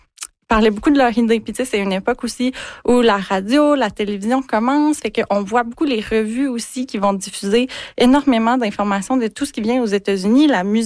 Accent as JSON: {"language": "French", "region": "Quebec", "country": "Canada", "said": "dont on est dépouillé en tant que Québécois"}